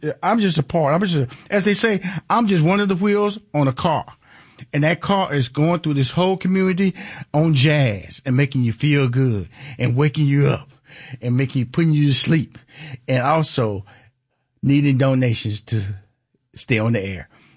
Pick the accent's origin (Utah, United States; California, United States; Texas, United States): Texas, United States; Houston; So I'm originally from Houston, Texas